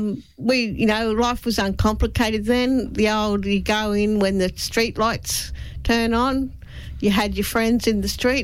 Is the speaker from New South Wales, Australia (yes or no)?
yes; Grafton, New South Wales, Australia; born or raised there